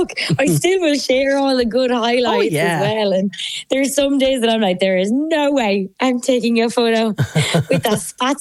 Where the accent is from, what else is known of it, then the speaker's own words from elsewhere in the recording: County Waterford, Ireland; also born or lived in Cork; now in Dublin, Ireland; I moved up from Cork to Dublin, and I'm originally from Waterford, like down near Dungarvan.